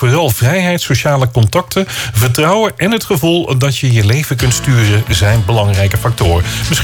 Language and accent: Dutch; Netherlands